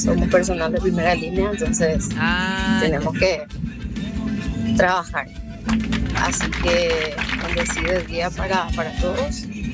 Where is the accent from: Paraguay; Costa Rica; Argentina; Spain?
Paraguay; Villa Elisa, Central; soy de Villa Elisa.